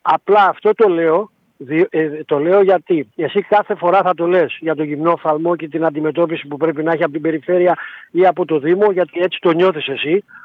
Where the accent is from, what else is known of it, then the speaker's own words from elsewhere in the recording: Patras, Western Greece, Greece; born there; Εμένα η Πάτρα θα είναι η πόλη μου